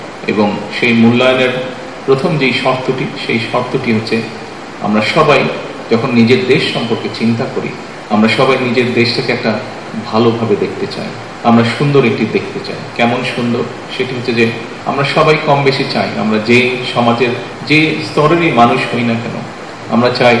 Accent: Bangladesh; ছোটবেলা থেকে এখানে বড় হয়েছি

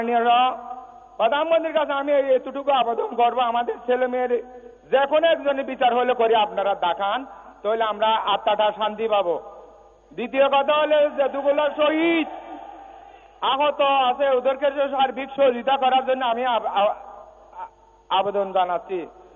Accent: Pekua, Chittagong Division, Bangladesh; আমার বাড়ি চট্টগ্রাম কক্সবাজার চকরিয়া পেকুয়া। বাংলাদেশের স্বরাষ্ট্রমন্ত্রী মাননীয় সালাউদ্দিন আহমদের বাড়ির পাশে আমার বাড়ি একদম কাছাকাছি।

